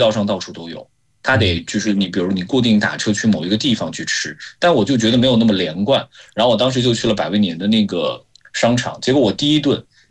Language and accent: Chinese; China